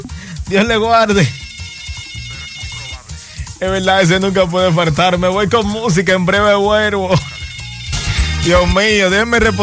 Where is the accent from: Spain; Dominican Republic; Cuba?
Dominican Republic; nosotros los dominicanos